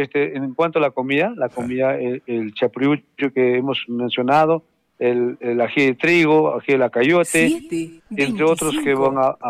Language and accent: Spanish; Cabanaconde, Arequipa, Peru; No, todos somos de Cabanaconde